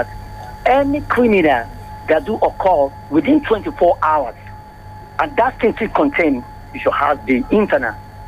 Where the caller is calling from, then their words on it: Amsterdam, North Holland, Netherlands; from Amsterdam.